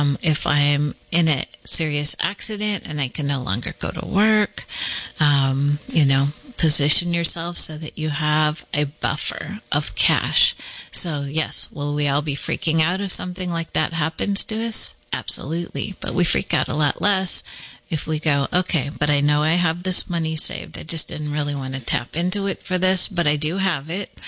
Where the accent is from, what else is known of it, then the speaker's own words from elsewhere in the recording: California, United States; I'm from California.